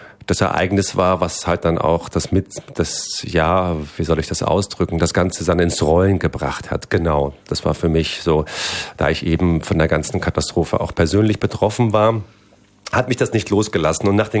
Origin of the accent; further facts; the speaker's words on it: Turkey; Da gab es eben dieses Erdbeben in der Türkei, im Süden der Türkei. In meiner Heimat, Geburtsort ist das alles passiert.